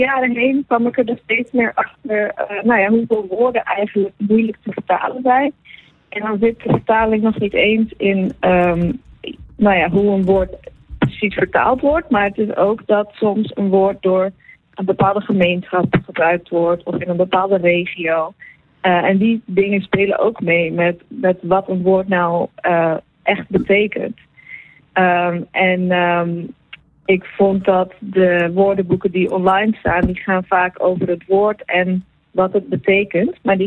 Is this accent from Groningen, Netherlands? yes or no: no; Drenthe, Netherlands; Ten eerste ben ik meertalig opgevoed. Dus mijn moeder is Fries. En ik woon, ik kom uit Drenthe. Dus daar spreken mensen meer in Saksisch. Maar daarnaast heb ik ook een uitwisselingsjaar in Panama gedaan.